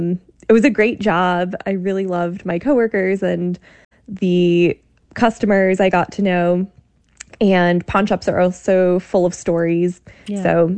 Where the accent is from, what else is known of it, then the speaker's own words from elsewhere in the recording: Iowa City, Iowa, United States; Iowa City was such a cool place to grow up as a writer and a kid who was into writing